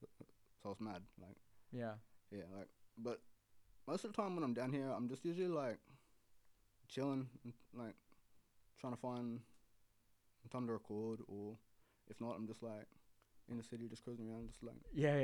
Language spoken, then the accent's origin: English; Inverell, New South Wales, Australia; born or raised there; now in Sydney, Australia